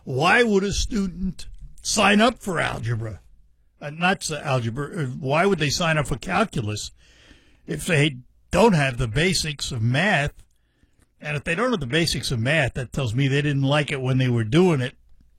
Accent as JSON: {"language": "English", "region": "New York", "country": "United States", "tie": "born or raised there", "moved": "yes", "said": "this, of course, relates to my hometown. For those of you that have listened for any length of time, you know I'm a New Yorker."}